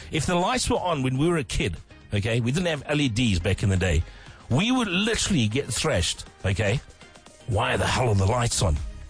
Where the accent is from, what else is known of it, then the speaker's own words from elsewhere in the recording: South Africa; We are South African, whether you are me, you, the next guy, your neighbor, whatever the case is, and we're going to celebrate that today, okay?